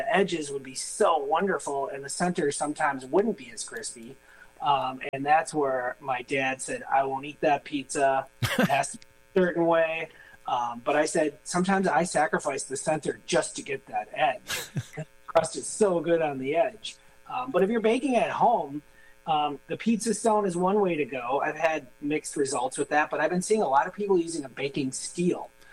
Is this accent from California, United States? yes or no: no; Milwaukee, Wisconsin, United States; But growing up in Milwaukee, there were some places, like I mentioned, Maria's, there's a Balestrieri's